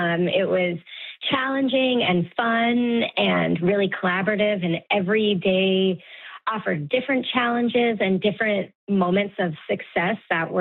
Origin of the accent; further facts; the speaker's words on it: Gander, Newfoundland and Labrador, Canada; I'm from Gander